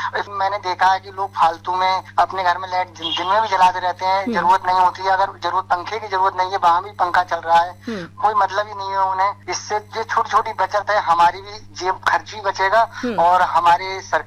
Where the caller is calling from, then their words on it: Bareilly, Uttar Pradesh, India; मेरा गांव भी बरेली शहर में ही आता है